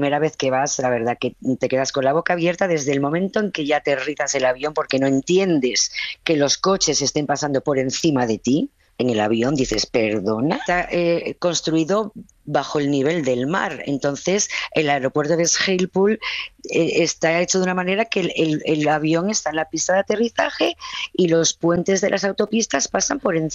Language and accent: Spanish; Asturias, Spain; Bueno, para mí sí, porque yo soy asturiana pequeñita y como que me parecía bastante alto.